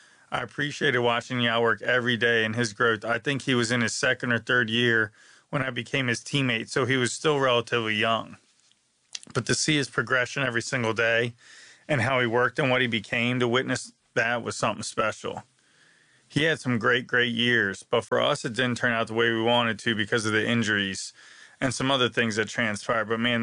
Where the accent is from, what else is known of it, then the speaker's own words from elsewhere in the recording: Florida, United States; I'm from Florida.